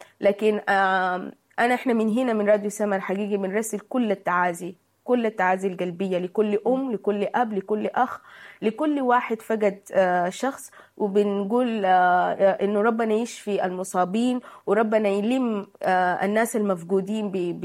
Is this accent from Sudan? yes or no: yes; Sudan